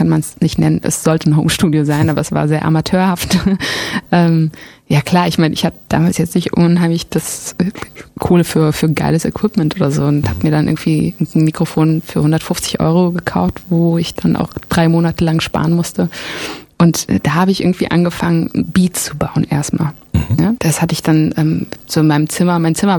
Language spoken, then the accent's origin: German; Germany; first language German; nee, Englisch ist es eigentlich nicht, weil ich bin ja Deutsch und das ist meine Muttersprache.